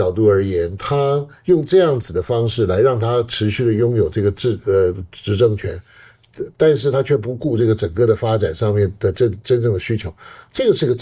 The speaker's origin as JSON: {"language": "Chinese", "country": "Taiwan"}